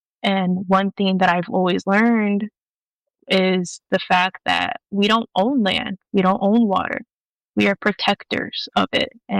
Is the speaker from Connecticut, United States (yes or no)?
no; New Mexico, United States; also born or lived in Guam; I am 20 years old. I am from the Acoma Pueblo tribe in New Mexico and Chamorro from Guam.